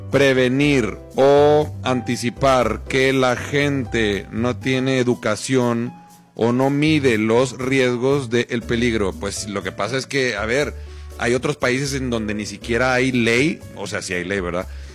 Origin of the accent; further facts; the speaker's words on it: Mexico; hemos llegado lejos como afición y como mexicanos